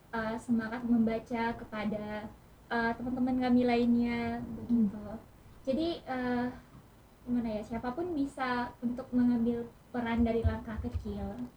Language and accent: Indonesian; Aceh, Indonesia; Kalau saya dari daerah Krungmane, tepatnya di desa Menasada.